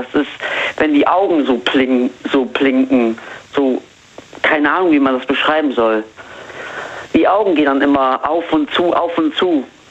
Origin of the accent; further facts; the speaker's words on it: Lüneburg, Lower Saxony, Germany; Lüneburg.